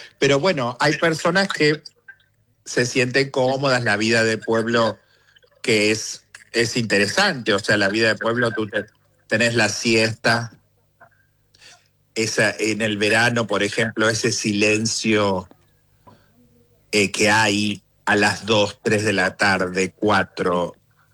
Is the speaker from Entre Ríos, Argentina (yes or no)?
no; Lonquimay, La Pampa, Argentina; moved away as an adult; also born or lived in Pellegrini, Buenos Aires Province; now in United States; y criado en La Pampa, obviamente, por el resto de mi infancia.